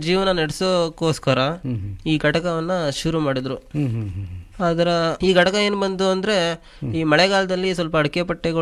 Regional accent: Hallikere, Karnataka, India; ನನ್ನ ವಿದ್ಯಾಭ್ಯಾಸ ಎಲ್ಲ ಅಲ್ಲೇ ನಮ್ಮ ಹುಟ್ಟೂರಲ್ಲೇ ಆಗಿದೆ ಸರ್.

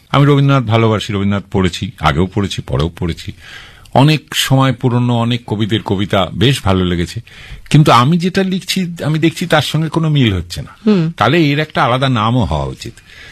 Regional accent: Bhatpara, West Bengal, India; আমি মফস্বলের ছেলে, গঙ্গার ধারে বাড়ি, ভাটপাড়া, ছোট ছোট পুজো হতো

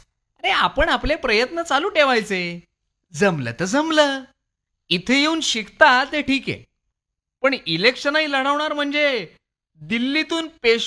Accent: Satara, Maharashtra, India; अरे मी साताऱ्याचाच रे बाबा

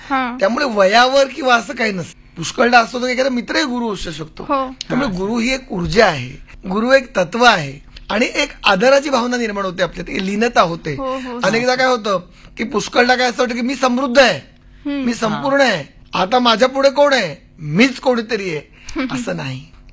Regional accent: Aurangabad, Maharashtra, India; आमच्या शेजारी औरंगाबादला माझं बरंच बालपण गेलं औरंगाबादला

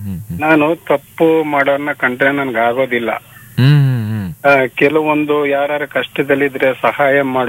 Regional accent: Chikka Ankanahalli, Karnataka, India; ಹೌದು, ನಮ್ದು ಊರ್ ಬಂದು ರಾಮನಗರ ಜಿಲ್ಲೆ. ಅಲ್ಲಿಂದ 14 kilometers ಒಳಗಡೆ ಚಿಕ್ಕ ಅಂಕನಹಳ್ಳಿ ಅಂತ ಬರುತ್ತೆ. ಸುಮಾರು ಅಂಕನಹಳ್ಳಿ ಇದಾವೆ, ಅದಕ್ಕೆ ಯಾವ್ದು ದೊಡ್ಡ ಚಿಕ್ಕ ಅಂತ ಬರೋದಿಲ್ಲ. ಹಾಗಾಗಿ ನಮ್ಮೂರು ಚಿಕ್ಕ ಅಂಕನಹಳ್ಳಿ ಸರ್.

